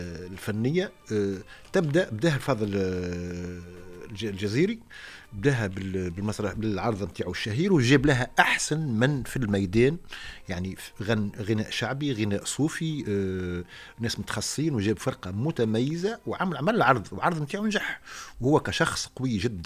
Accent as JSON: {"language": "Arabic", "country": "Tunisia", "said": "عندنا في تونس"}